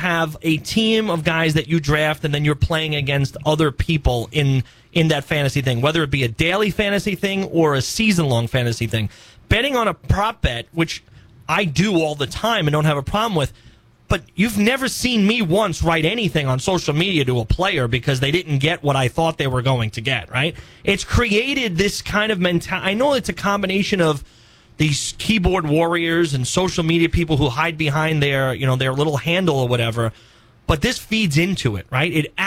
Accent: New York, United States; I have some friends from where I grew up in New York that still do it

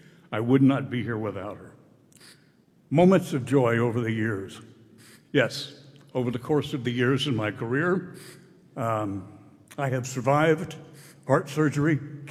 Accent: Dallas, Texas, United States; Now, it all resonated with me as a little grade school boy growing up in Dallas, Texas.

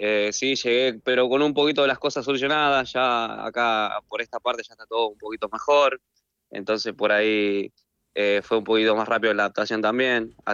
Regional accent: Salta, Argentina; yo no soy de Buenos Aires, yo soy del norte, yo soy de Salta.

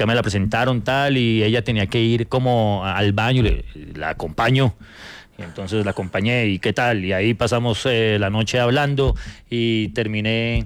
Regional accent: Bogotá, Colombia; De hecho, lo que nos unió fue el barrio, porque ella es de Venecia, Italia, y yo soy del rincón de Venecia.

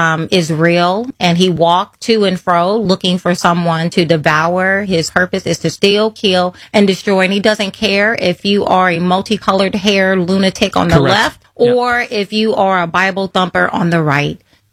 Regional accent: the South, United States; you know, like the alligator, I'm from the South, the alligator closest to me is the one I need to concern myself with.

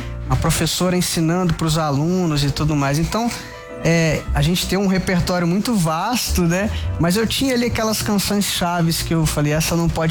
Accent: Muzambinho, Minas Gerais, Brazil; moved away as an adult; also born or lived in Rio de Janeiro; now in São Paulo, Brazil; Nasci em Muzambinho, né? Uma cidade com pouco mais de 20 mil habitantes. Cresci lá, fiquei até os 18 anos. Depois fui morar no Rio, né? Fiquei um período no Rio e agora tô aqui em São Paulo.

